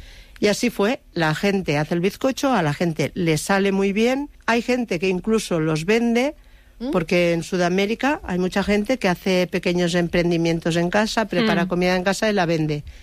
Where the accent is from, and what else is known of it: Lleida, Catalonia, Spain